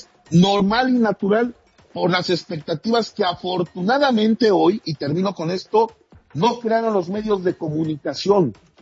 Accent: Mexico; Así somos los mexicanos.

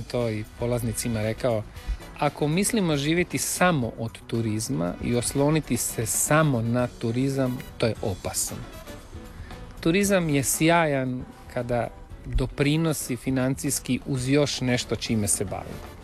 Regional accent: Karlovac, Karlovac County, Croatia; mi u Karlovcu, ja sam iz Karlovca

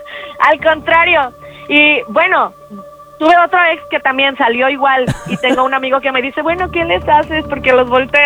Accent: Puerto Vallarta, Jalisco, Mexico; No, soy de Puerto Vallarta.

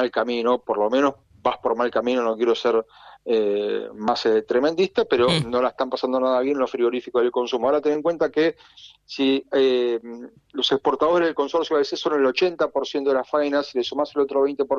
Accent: Rosario, Santa Fe, Argentina; now in Buenos Aires, Argentina; yo soy rosarino

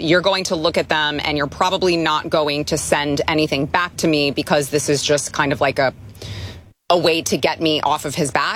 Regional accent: United States; Well, first of all, I'm a member of the public, I'm an American citizen, and I don't like any form of fraud or scams happening in my country.

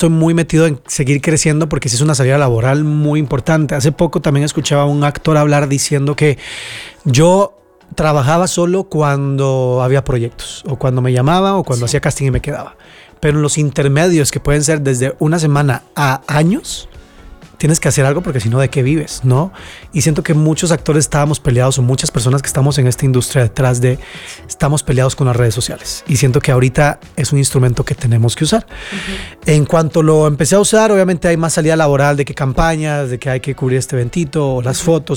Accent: Costa Rica; moved away as an adult; now in Mexico; amo mi país, amo Costa Rica, pero el crecimiento laboral que me iba a dar México, yo lo tenía muy claro. Uh-huh. Y por eso agradezco haberme venido para este país

